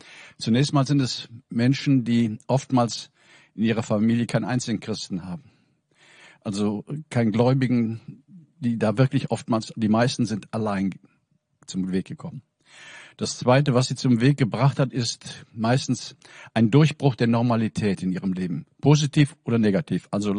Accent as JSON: {"language": "German", "region": "Rhineland", "country": "Germany", "moved": "yes", "lives_now": "Berlin, Germany", "said": "Das ist für mich als Rheinländer fast unvorstellbar"}